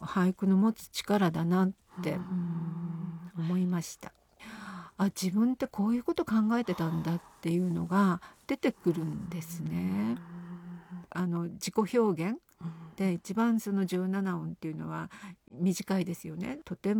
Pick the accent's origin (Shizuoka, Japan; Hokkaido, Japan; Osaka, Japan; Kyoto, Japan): Hokkaido, Japan; Sapporo; now in Tokyo, Japan; 私があの札幌出身っていうところで、